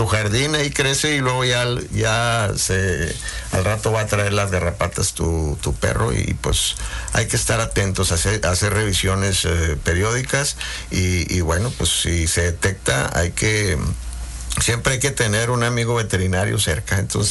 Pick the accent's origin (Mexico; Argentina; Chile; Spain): Mexico; los mexicanos cuando queremos brincar a Estados Unidos de manera ilegal